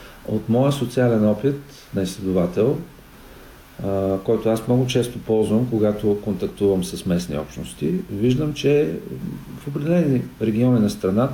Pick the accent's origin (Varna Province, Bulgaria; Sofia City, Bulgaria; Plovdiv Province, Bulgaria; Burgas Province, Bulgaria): Plovdiv Province, Bulgaria; Plovdiv; аз самият съм от Пловдив.